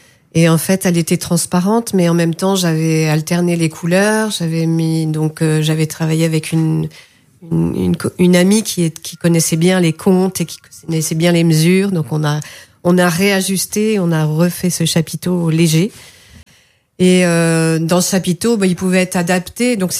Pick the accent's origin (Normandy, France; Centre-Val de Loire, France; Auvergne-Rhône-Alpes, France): Normandy, France; Le Havre; Et je leur dis, je viens du Havre.